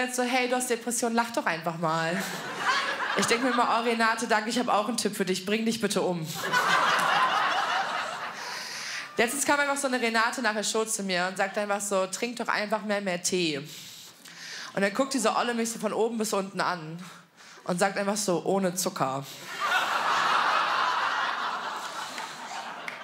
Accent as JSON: {"language": "German", "region": "Berlin", "country": "Germany", "said": "ich komme offensichtlich aus Berlin"}